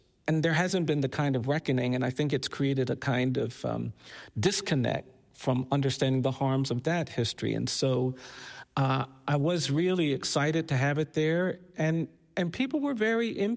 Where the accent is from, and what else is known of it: United States